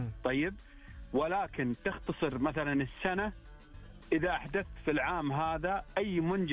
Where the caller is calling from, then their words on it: Eastern Province, Saudi Arabia; من المنطقة الشرقية